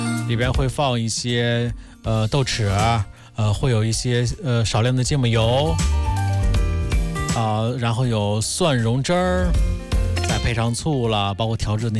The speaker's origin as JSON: {"language": "Chinese", "town": "Handan", "region": "Hebei", "country": "China", "tie": "born or raised there", "said": "也欢迎大家去到邯郸啊，我的家乡，去好好转一转看一看。"}